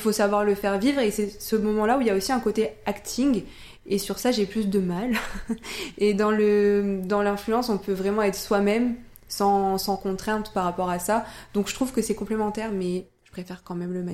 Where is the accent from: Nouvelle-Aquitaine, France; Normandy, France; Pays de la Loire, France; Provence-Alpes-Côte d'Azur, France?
Pays de la Loire, France; Le Mans; moved away; also born or lived in Northern France; quand je suis chez mes parents ou chez moi au Mans